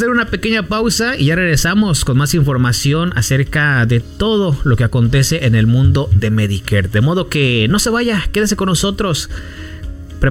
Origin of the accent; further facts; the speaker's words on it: Guanajuato, Mexico; moved away; en la región que somos de Guanajuato